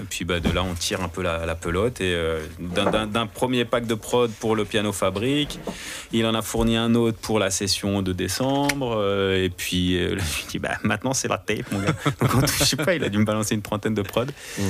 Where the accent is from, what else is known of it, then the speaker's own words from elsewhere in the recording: Paris, Île-de-France, France; born there; also born or lived in Honfleur; je suis parisien. Enfin, je suis né à Paris, mais mon daron avait cette maison à Honfleur où il allait passer sa retraite. Donc, comme je l'ai plus connu retraité qu'actif, j'ai passé beaucoup de temps à Honfleur.